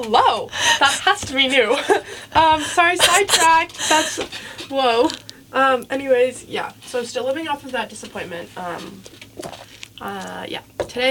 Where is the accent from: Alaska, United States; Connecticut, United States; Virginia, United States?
Alaska, United States; moved away; my hometown radio sticker in Alaska.